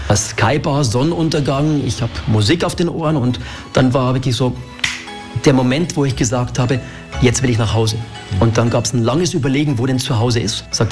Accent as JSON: {"language": "German", "region": "Bavaria", "country": "Germany", "tie": "born there", "also_born_or_lived": "Northern Germany / Berlin area / Norderney", "moved": "yes", "said": "Ich bin geborener Niederbayer."}